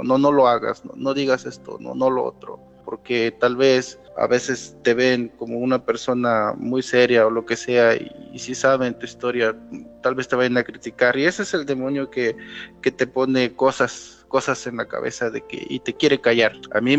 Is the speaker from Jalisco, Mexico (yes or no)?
no; Tuxtepec, Oaxaca, Mexico; yo soy del estado de Oaxaca, soy de Tuxtepec, Oaxaca. Este estado es un estado muy pobre.